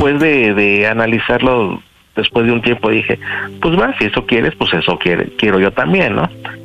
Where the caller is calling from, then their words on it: Mexico City, Mexico; Pues soy de la Ciudad de México, tengo 39 años.